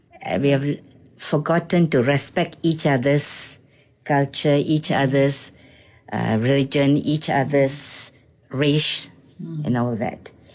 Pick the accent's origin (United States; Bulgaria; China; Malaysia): Malaysia; Now we are Malaysian